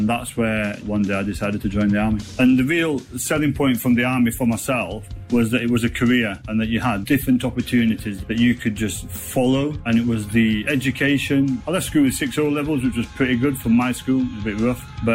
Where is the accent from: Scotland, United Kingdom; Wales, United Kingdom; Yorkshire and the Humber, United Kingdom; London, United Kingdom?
Yorkshire and the Humber, United Kingdom; Dodworth; born there; I was born in Dodworth. Dad was a miner.